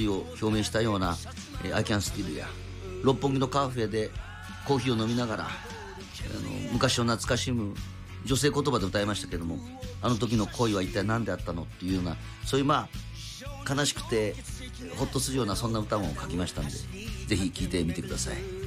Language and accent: Japanese; Kagoshima, Japan; moved away; 鹿児島帰った時かなり指宿に行くんですよ。